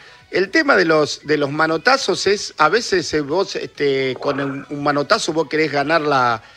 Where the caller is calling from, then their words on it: Recreo, Santa Fe, Argentina; de Recreo Santa Fe. Un abrazo grande para todos por ahí en la Radio Nacional.